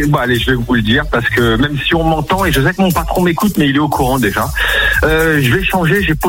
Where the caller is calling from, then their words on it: Eyguières, Provence-Alpes-Côte d'Azur, France; Exactement, je voudrais dire exactement Aiguière. C'est à côté, mais comme c'est pas très connu, c'est un petit village à côté de Salon de Provence.